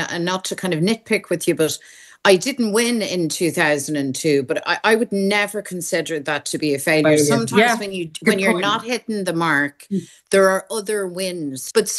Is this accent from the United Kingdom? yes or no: no; Ireland; I'm an Irish Republican. I believe in the freedom and unity of our country. That's who I am.